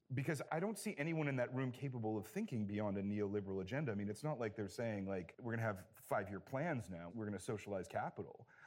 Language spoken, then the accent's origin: English; Edmonton, Alberta, Canada; I'm a born multiculturalist. We grew up in Edmonton, highly multicultural society.